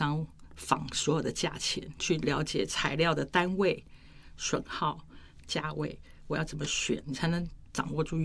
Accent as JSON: {"language": "Chinese", "region": "Kaohsiung", "country": "Taiwan", "also_born_or_lived": "Tainan", "said": "第一份在高雄，我是高雄人。"}